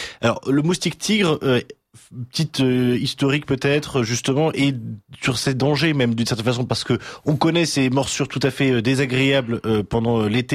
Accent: France; en tant que français

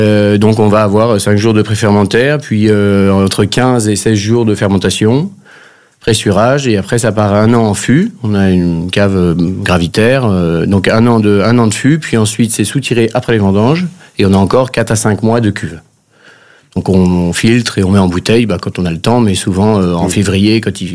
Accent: Mercurey, Bourgogne-Franche-Comté, France; je viens de Mercurey, je suis originaire de Mercurey.

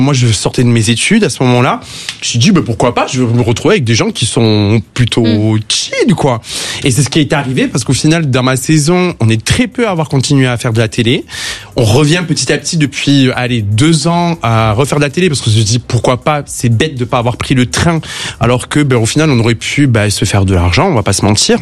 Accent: Lourdes, Occitanie, France; moi je viens de Lourdes, donc pas grand chose à faire.

